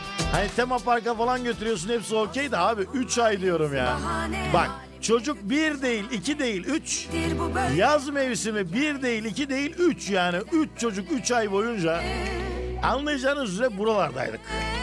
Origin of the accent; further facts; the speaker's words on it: Mersin, Turkey; Mersin'imiz işte ya. Canım memleketim ya. Bir başkadır benim memleketim.